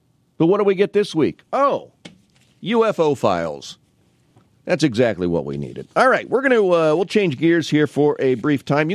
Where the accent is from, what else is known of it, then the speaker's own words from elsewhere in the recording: Canton, United States; Canton is my hometown, as many of you know